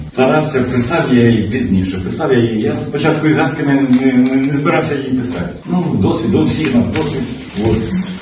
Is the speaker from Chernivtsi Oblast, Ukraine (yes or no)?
no; Kherson Oblast, Ukraine; було 55 років, я офіцер запасу. Я просто не міг сидіти вдома, я сам з Херсонщини